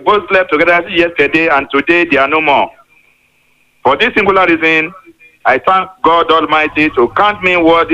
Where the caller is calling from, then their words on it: Ondo, Nigeria; from Arigede Akoko.